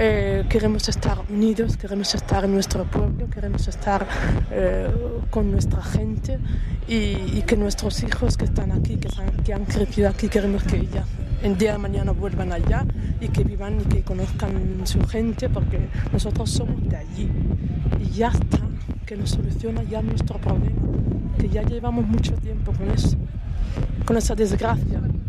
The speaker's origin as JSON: {"language": "Spanish", "country": "Western Sahara", "lives_now": "Tenerife, Spain", "said": "También soy saharaui y solo pido libertad, justicia para nuestro pueblo."}